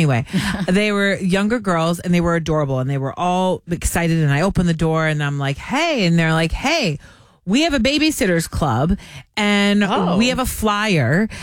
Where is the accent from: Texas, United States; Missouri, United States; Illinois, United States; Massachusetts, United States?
Massachusetts, United States; Cape Cod; They had a beautiful beach home where I grew up in Cape Cod.